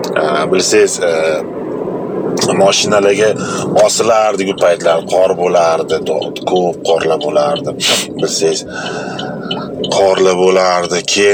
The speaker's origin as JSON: {"language": "Uzbek", "region": "Tashkent", "country": "Uzbekistan", "tie": "born or raised there", "said": "Mana shu bizam bolaligimiz Qo'yliq massiv 5-5 da o'tgan. Da ajoyib bo'lgan. O'zim 84-yilda tug'ilgan bo'lsam"}